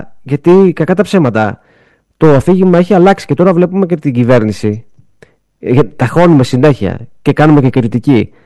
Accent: Greece; εμείς ως Έλληνες δεν θέλουμε να κατακτήσουμε κανέναν.

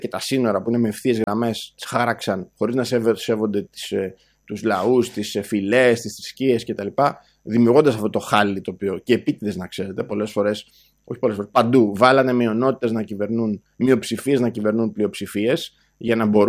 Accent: Greece; σαν Έλληνες είμαστε κατά της αποικιοκρατίας

